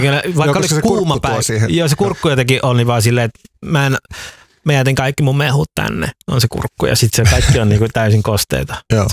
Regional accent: Järvenpää, Uusimaa, Finland; Järvenpäästä.

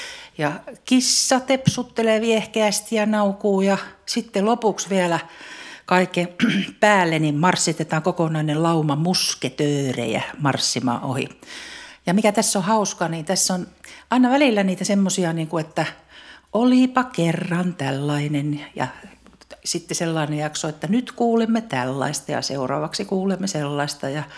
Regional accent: Kaustinen, Central Ostrobothnia, Finland; mä oon kotoisin sieltä Kaustiselta, että on pienestä pitäen kyllä soittanut pelimannimusiikkia.

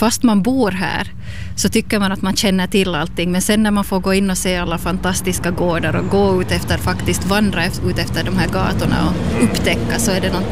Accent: Kristinestad, Ostrobothnia, Finland; när jag var ung här ännu i Kristinestad.

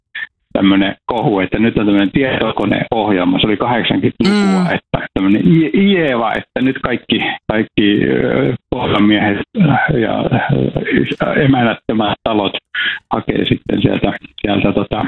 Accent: Iisalmi, North Savo, Finland; mä oon syntynyt siellä Iisalmen Peltosalmella ja mä oon ihan vauvana asunut samassa talossa

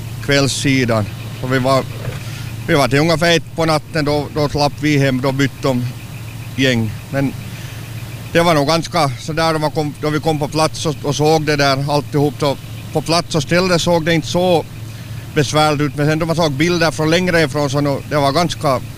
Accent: Houtskär, Southwest Finland, Finland; Jag är hemma från Hotskär egentligen och där är grunderna egentligen och där är avståndet ännu längre

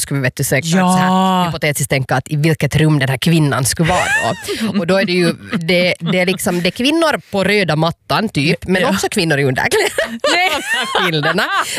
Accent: Hanko, Uusimaa, Finland; Jag pratade om min hemstad Hange här tidigare idag redan

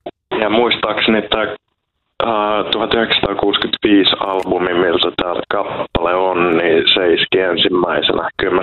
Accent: Helsinki, Uusimaa, Finland; Kyllä se tässä Helsingissä on mennyt suurimmalta osin, että Kateenokalta mä sanon olevani kotoisin. Ja siellä on koulunkäynti aloitettu ja sitten on tuossa keskustassa käyty yläaste ja lukio

